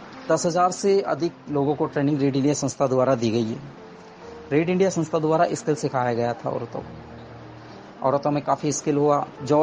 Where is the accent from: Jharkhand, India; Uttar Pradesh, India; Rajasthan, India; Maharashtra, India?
Rajasthan, India; Gijgarh; मैं राजस्थान के दौसा जिले के सिकराय तहसील के गिजगढ़ गांव का रहने वाला हूँ